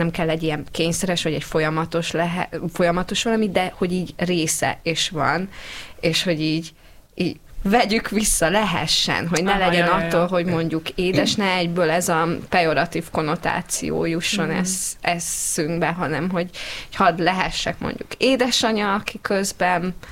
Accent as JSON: {"language": "Hungarian", "region": "Székely Land", "country": "Romania", "tie": "born or raised there", "said": "én Székelyföldön nőttem fel"}